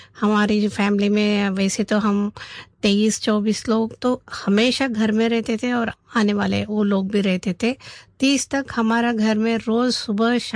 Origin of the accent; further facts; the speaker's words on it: Bangalore, Karnataka, India; moved away as an adult; now in Abu Road, India; हम बचपन से दादी के साथ ही पले बड़े हैं। हमारे घर धार्मिक प्रवृत्ति है और बड़ा घराना था वहाँ हमारा, वहाँ बेंगलोर में।